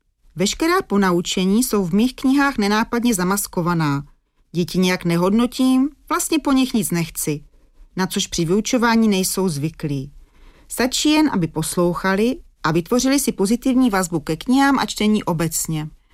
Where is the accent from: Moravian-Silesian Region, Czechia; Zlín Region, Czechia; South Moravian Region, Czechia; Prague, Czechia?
South Moravian Region, Czechia; Brno; accent: Brno; kdy jsem se teda marně snažila skrývat svůj brněnský přízvuk